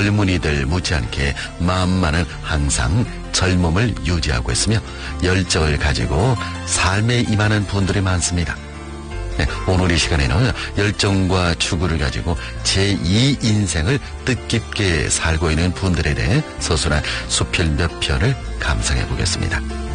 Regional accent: Yanbian, Jilin, China; 우리 고향 연변의 무궁한 발전을 기원하며

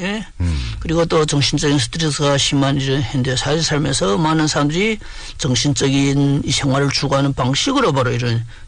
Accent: Longjing, Jilin, China; 저는 고향이 용정인데 제가 태어나서부터 대학 입학 전까지 줄고 살았던 집이 그 20여 년 전에 도로건 설용지에 포함돼서

